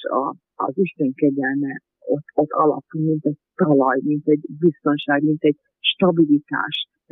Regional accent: Tiszántúl, Hungary; gyerekkoromban ugye Tiszán innen vagyok, és ott a parókián ott volt az édesapám szobájában az egyházláda.

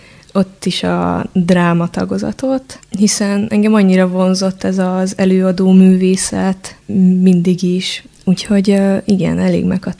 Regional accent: Nagykálló, Szabolcs-Szatmár-Bereg, Hungary; born there; Nagykállóban, a Nagykállói Általános Iskolában.

